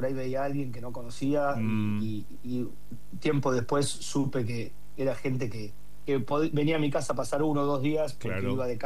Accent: La Plata, Buenos Aires Province, Argentina; Primero porque yo soy platense, segundo porque vengo de una familia muy politizada

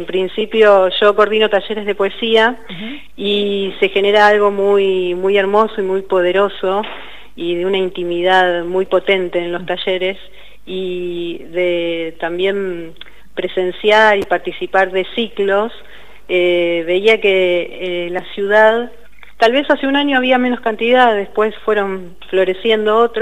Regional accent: La Plata, Buenos Aires Province, Argentina; nosotros somos siempre los platenses

